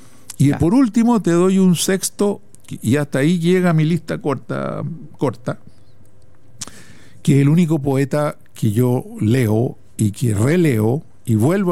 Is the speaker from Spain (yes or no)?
no; Chile; moved away as an adult; de ahí, entre la ciencia y la política, escogí por la ciencia y me fui al doctorado afuera, pues, y salí de Chile antes de la elección de Allende, incluso.